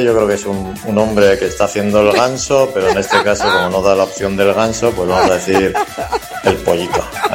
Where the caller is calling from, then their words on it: Rentería, Basque Country, Spain; de Rentería y os escucho por Digital Fly.